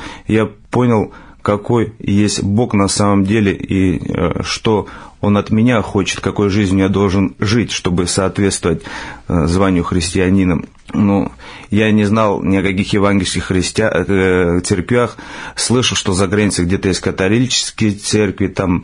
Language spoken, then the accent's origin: Russian; Georgia; как вы уже, наверное, слышали. Мне 33 года. Родом я с Грузии.